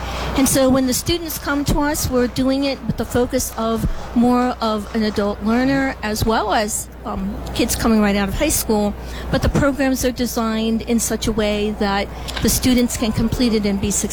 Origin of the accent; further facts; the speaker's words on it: Philadelphia, Pennsylvania, United States; I'm from the Philadelphia area, yeah. And I am a true Phillies fan.